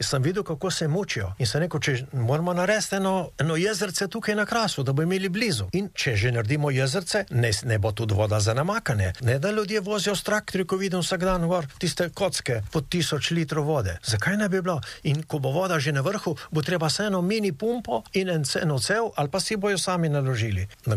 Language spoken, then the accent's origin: Slovenian; Slovenian Littoral, Slovenia; Primorci smo pa zato